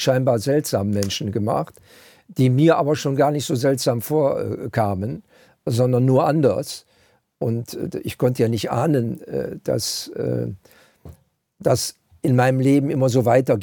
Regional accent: Süchteln, North Rhine-Westphalia, Germany; Und das hat mich als kleiner Junge in der Volksschule wirklich beeinflusst, muss ich sagen.

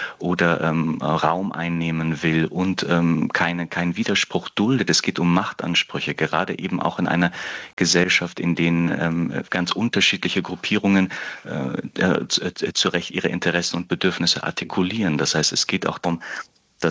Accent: Hesse, Germany; born there; moved away as an adult; now in Berlin, Germany

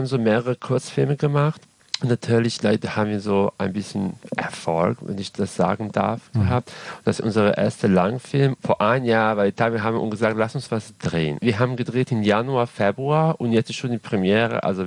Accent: Serbia; German is a second language; now in Berlin, Germany; ich komme ursprünglich aus Serbien, das heißt Serbo-Kroatisch

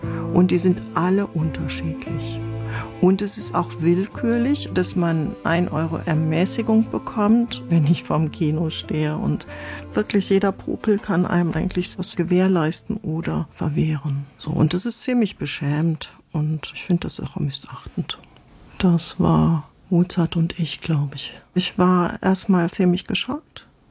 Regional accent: North Rhine-Westphalia, Germany; ich komme aus NRW und ich bin 63 Jahre alt.

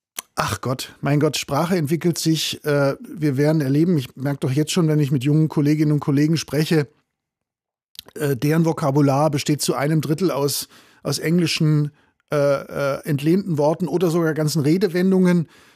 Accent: Swabia, Germany; Also ich bin im Schwäbischen aufgewachsen.

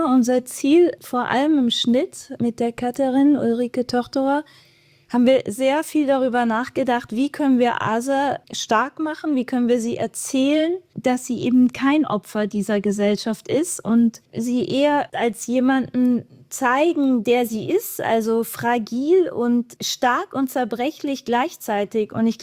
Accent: Germany; jetzt als Deutsche oder Europäerin

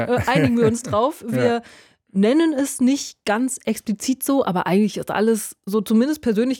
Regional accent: Rhineland-Palatinate, Germany; also ich komme aus Rheinhessen, da sagt man dann nicht schlecht und meint halt, das ist echt ziemlich toll.

